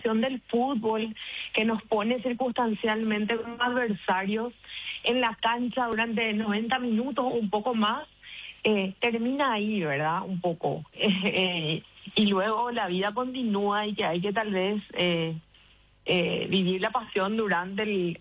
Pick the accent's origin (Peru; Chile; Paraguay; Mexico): Paraguay; Lógicamente somos paraguayos